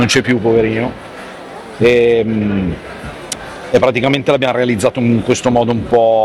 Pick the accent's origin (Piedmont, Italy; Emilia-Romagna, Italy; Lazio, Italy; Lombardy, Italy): Lombardy, Italy; Milan